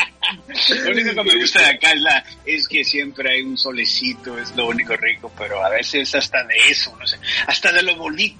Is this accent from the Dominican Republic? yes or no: yes; Dominican Republic; República Dominicana, mi tierra